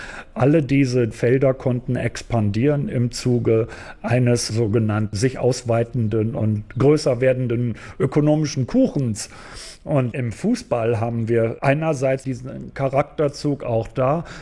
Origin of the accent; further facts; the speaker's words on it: Berlin, Germany; Also ich bin selber aus Berlin